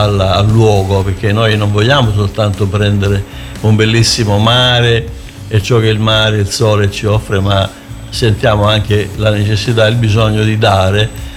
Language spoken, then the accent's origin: Italian; Reggio Calabria, Calabria, Italy; born there; io sono nato, vivo a Reggio Calabria felicemente, però sono innamorato di Gallico, che è il luogo che frequento d'estate.